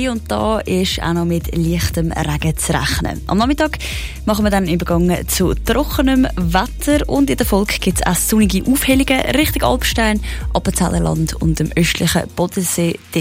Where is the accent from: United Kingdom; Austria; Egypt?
United Kingdom; German is a second language; now in Germany; Aus meinem Heimatland, Großbritannien.